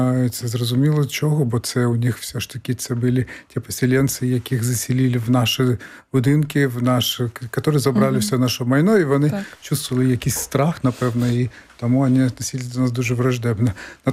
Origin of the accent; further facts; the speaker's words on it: Uzbekistan; born there; first language Crimean Tatar; Ukrainian is a second language; moved away; я то був Узбекистан, там навіть в нашій школі узбекська мова була спеціальним класом окремим. Тобто не російська була, а узбекська, а все остальне було російською мовою. Ну і, звичайно ж, в цих условіях я потеряв знання кримсько-татарської мови